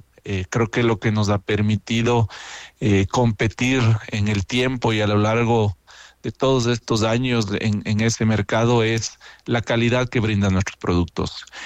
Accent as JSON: {"language": "Spanish", "country": "Ecuador", "said": "Y realmente como ecuatorianos, como decía al inicio, creo que cuando nos unimos podemos también traspasar nuestras fronteras."}